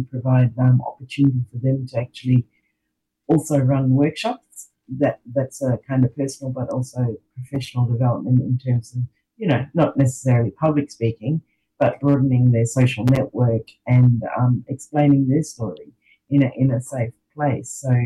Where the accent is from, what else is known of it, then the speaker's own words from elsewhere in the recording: Broome, Western Australia, Australia; certainly when, I guess, Mitch and I grew up here in Broome.